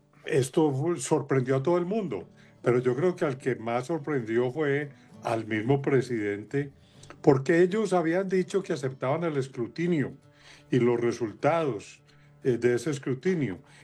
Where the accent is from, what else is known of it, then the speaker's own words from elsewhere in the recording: Colombia; Y mire usted cómo somos los colombianos los que ya deberíamos haber superado esa discusión